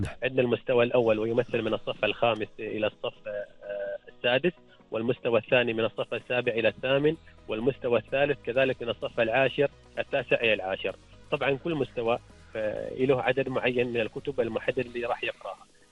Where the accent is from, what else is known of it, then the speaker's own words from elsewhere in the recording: Oman; معنا في السلطنة